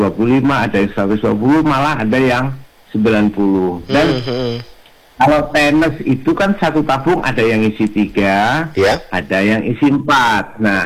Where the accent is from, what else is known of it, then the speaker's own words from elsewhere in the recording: Batam, Riau Islands, Indonesia; saya sebagai warga Batam